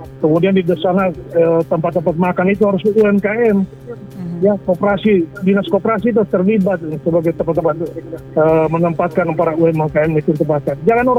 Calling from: Donggala, Central Sulawesi, Indonesia; saya orang Donggala

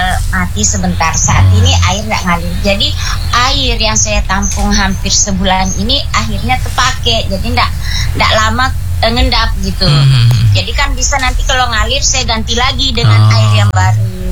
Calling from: Samarinda, East Kalimantan, Indonesia; sebagai warga Samarinda dan Kaltim pada khususnya.

